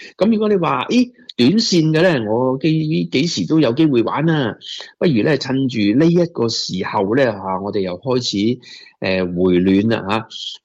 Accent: China; now in Australia; 睇下我哋中国人华夏历史啊周围嘅一啲唔同嘅历史文化嘅一啲景点啦

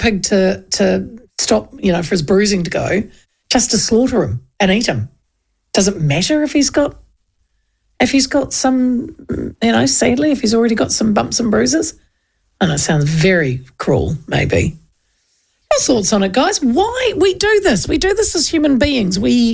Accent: Hastings, Hawke's Bay, New Zealand; I used to have a pig farm down the road, actually, where I grew up in Hastings.

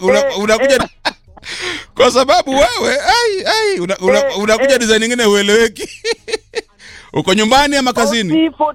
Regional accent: Western Kenya, Kenya; Na mimi ni wa Western.

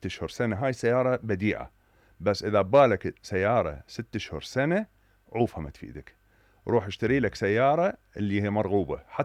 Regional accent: Iraq; هذا عندنا بالعراق يعني

